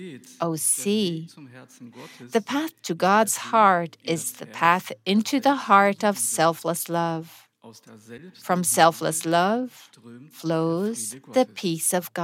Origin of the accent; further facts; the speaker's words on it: Brazil; moved away; I come from Brazil